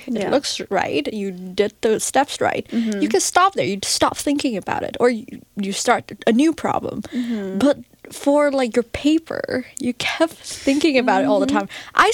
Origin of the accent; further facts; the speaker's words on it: Vietnam; because I grew up in Vietnam, and I guess in Asia, like, the way that the society perceive women, pursuing STEM degrees, were not very favorable